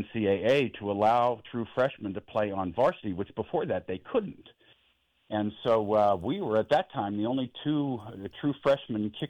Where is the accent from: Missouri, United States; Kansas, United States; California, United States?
California, United States; East Bay; I grew up in Northern California, East Bay.